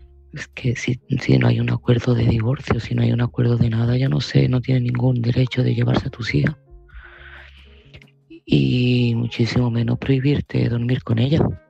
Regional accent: Seville, Andalusia, Spain; de Sevilla y este mensaje va para Ana.

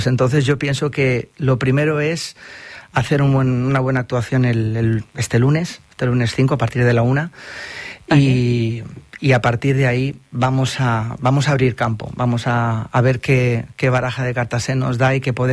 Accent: Gandia, Valencian Community, Spain; porque todos prácticamente somos de Gandía

